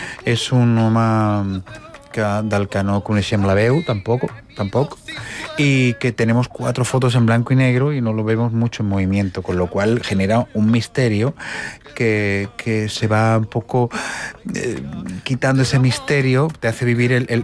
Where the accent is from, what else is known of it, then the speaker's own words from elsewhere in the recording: Badalona, Catalonia, Spain; Federico estuvo en mi tierra